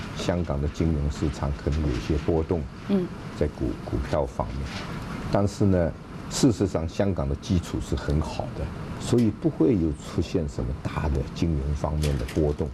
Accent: China; 当然这个我是中国人，我希望这个我们国家将来更好

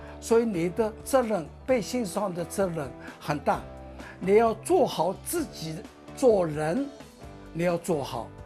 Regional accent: China; 因为我们14亿中国人都看住你啊。

